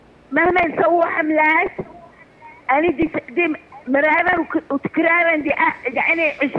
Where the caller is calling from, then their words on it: Aden, Yemen; عندنا بالمنصورة.